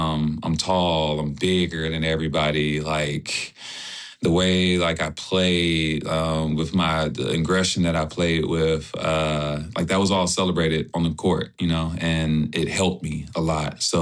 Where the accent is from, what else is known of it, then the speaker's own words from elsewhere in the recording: Houston, Texas, United States; Yeah. So born and raised Houston, Texas.